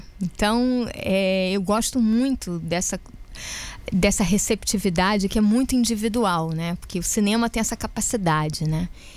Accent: Rio de Janeiro, Brazil; also born or lived in Germany; Eu cheguei aqui, parecia que eu estava na minha cidade, onde eu nasci, no Rio de Janeiro.

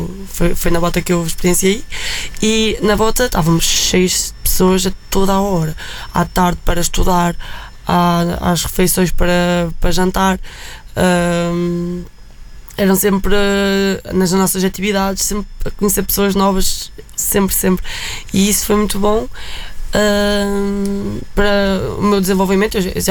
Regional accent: Carrazeda de Ansiães, Norte, Portugal; moved away as an adult; now in Coimbra, Portugal; E eu sou de Carraseda de Anciães, Transmontana

